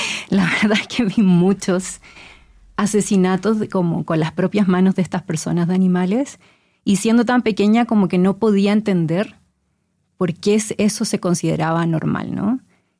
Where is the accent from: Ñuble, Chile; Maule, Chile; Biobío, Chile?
Biobío, Chile; Concepción; Yo soy de Chile, de una zona que está en la costa que se llama Concepción.